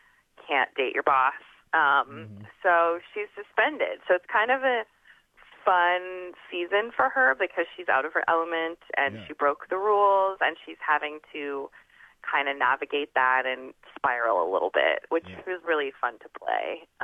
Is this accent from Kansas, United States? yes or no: no; New Mexico, United States; moved away; I'm a New Mexico. I grew up in New Mexico.